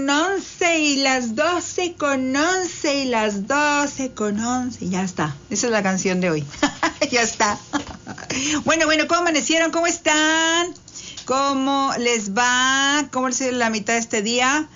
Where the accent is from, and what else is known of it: Mexico